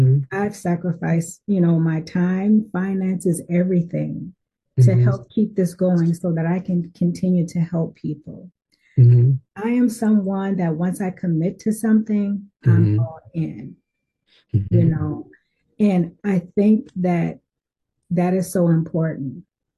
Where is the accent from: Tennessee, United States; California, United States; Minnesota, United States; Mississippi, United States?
Minnesota, United States; St. Paul; So I grew up in St. Paul, right in what is considered the Rondo area. I graduated from Highland Park High School, went on to the University of Minnesota for a couple of years